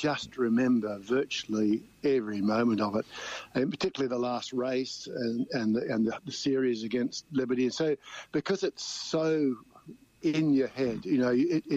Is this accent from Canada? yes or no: no; Perth, Western Australia, Australia; born there; I grew up in City Beach from the age of 8 to 16.